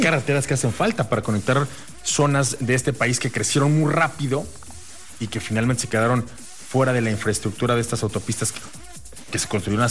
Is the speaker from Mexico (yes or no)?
yes; Mexico